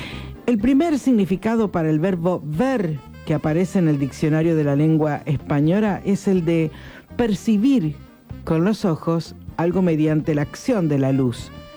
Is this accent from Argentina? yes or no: yes; Argentina; nos identifica como argentinos.